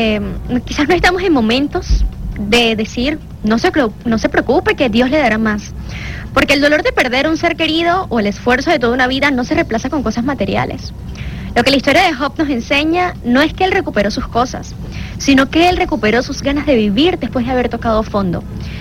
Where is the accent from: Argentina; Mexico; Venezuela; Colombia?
Venezuela